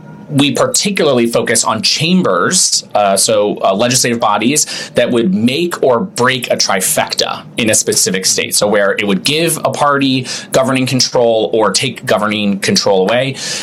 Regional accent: Ohio, United States; Yes, I am originally from Ohio, so I'm a Midwesterner at heart. And yes, a Buckeye.

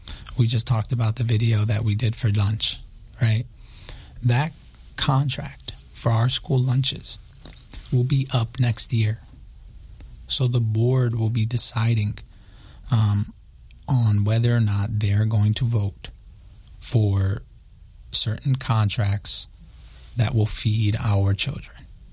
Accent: Chicago, Illinois, United States; these issues very intimately as a student, but also as a special education teacher, and also just as a Chicagoan.

